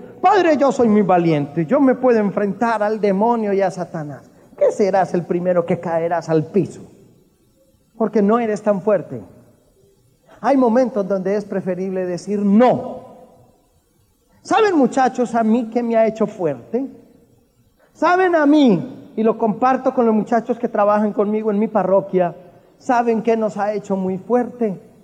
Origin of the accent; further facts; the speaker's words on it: Colombia; Yo soy colombiano. Nos encanta a los colombianos el café.